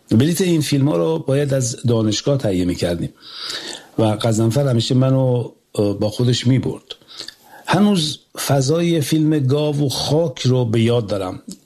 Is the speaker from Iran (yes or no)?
yes; Iran; born there; زادگاه من شهر سمیلوم، شهری که در آن نابرابری و بی‌عدالتی نه مفهومی انتزاعی بلکه بخشی عریان و روزمره از زندگی مردم بوده و هست.